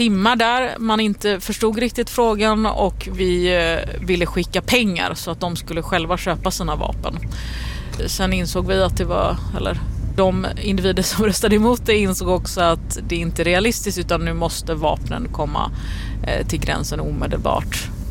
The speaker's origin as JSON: {"language": "Swedish", "town": "Gothenburg", "region": "Västra Götaland County", "country": "Sweden", "accent": "Gothenburg", "said": "Jag har fått höra det av andra, alltså att min göteborgska är"}